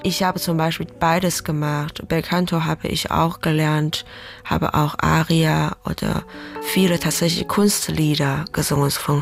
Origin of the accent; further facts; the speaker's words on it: Weihai, Shandong, China; German is a second language; moved away as an adult; now in Hamburg, Germany; Nordchina. Das ist auch eine Küstenstadt, aber viel kleiner als in Hamburg. Heißt Weihai in Shandong-Provinz.